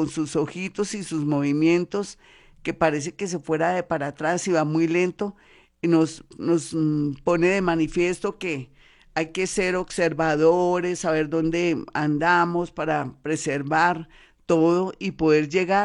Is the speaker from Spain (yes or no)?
no; Colombia